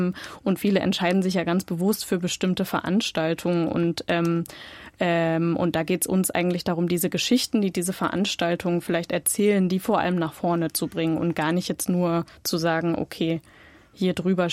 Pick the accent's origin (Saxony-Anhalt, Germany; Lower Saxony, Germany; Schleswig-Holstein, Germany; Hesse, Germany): Saxony-Anhalt, Germany; Halle; eine Erinnerung an meine Jugend in Halle.